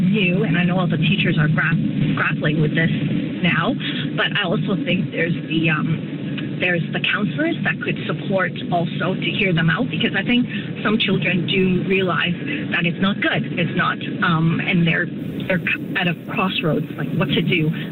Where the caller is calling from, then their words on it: Ontario, Canada; I'm calling from the York region, there's nothing.